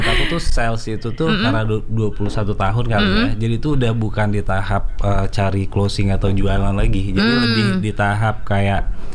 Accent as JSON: {"language": "Indonesian", "town": "Padang", "region": "West Sumatra", "country": "Indonesia", "said": "aku orang Padang."}